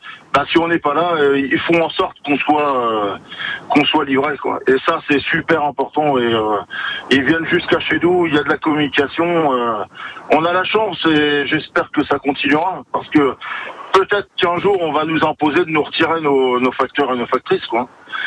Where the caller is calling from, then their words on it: La Rochepot, Bourgogne-Franche-Comté, France; Ouais, je suis habitant de la Rochepot depuis quelques années